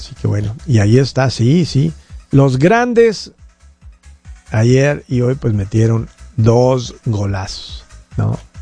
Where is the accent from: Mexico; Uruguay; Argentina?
Mexico; Pues soy mexicano 100%.